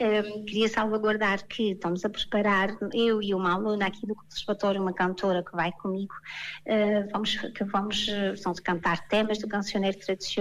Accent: Azores, Portugal

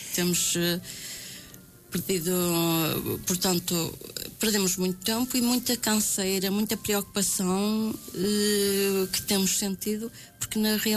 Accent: Paços de Ferreira, Norte, Portugal

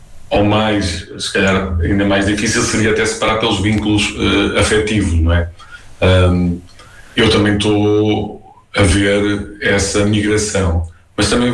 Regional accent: Guarda, Centro, Portugal; now in Porto, Portugal; eu próprio já sou uma pessoa que chegou ao Porto, né? Não sou nativo do Porto, sou da Guarda, portanto, também houve uma altura que eu tive que fazer esta vinda.

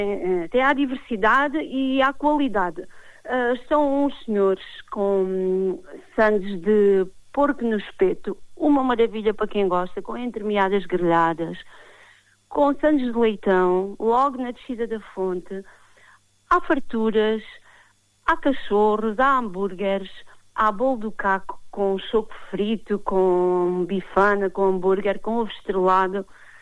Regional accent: Melides, Setúbal, Portugal; Sou natural de Melides, a minha família é de Melides, vivo em Melides desde sempre.

